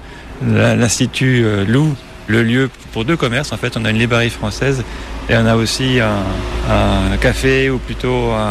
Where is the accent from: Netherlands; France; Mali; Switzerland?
France; Oui, je suis français, oui, bonjour.